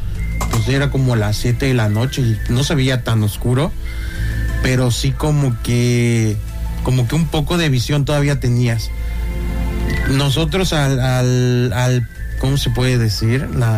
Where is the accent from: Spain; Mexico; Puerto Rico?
Mexico; Chetumal, Quintana Roo; No, pero sí, a mí sí me tocó de en la infancia ver. Yo soy de Chetumal.